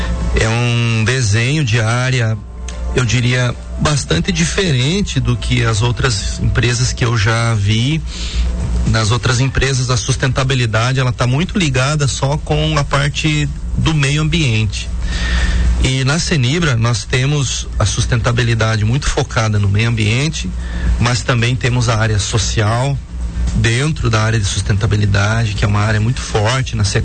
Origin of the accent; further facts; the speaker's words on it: Três Barras, Santa Catarina, Brazil; A Lumber era uma grande serraria americana que se instalou lá em Três Barras, que é a minha terra natal.